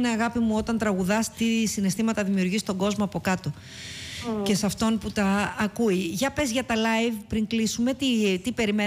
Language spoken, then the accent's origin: Greek; Epirus, Greece; είμαι από την Ήπειρο. Έχω υπηρώτικο αίμα μέσα μου, παραδοσιακό, υπέροχο.